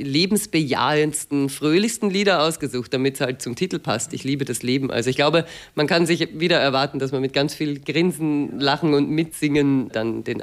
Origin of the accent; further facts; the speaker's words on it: Ulrichskirchen, Lower Austria, Austria; also born or lived in Vienna; now in Wolkersdorf, Austria; Es ist eine Nebenortschaft von Wolkersdorf, wo wir jetzt wohnen. Ich bin aus Ulrichskirchen, also eine Niederösterreicherin. Aber wie gesagt, dadurch, dass man in Wien in der Schule war und studiert hat und so, ist man... Man ist schon Wienerin auch.